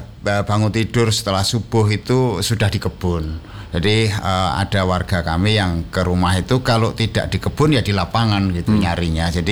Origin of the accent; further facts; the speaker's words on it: Magelang, Central Java, Indonesia; moved away; Kebetulan saya asli Magelang